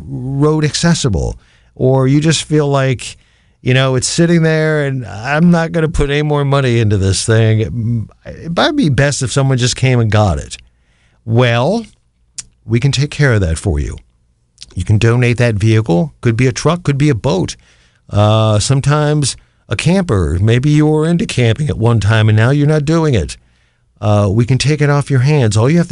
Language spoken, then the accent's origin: English; Canton, Ohio, United States; non-commercial public radio for Akron and my hometown of Canton, the Hall of Fame city